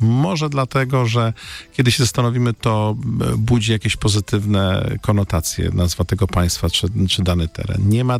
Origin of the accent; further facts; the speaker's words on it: Łódź, Łódź Voivodeship, Poland; jestem z Łodzi